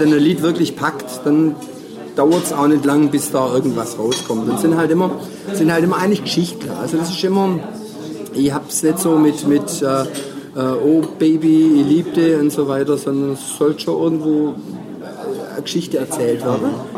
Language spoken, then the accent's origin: German; Baden-Württemberg, Germany; accent: Swabian; Also, und für mich war Schwäbisch immer meine Identität, meine Heimat.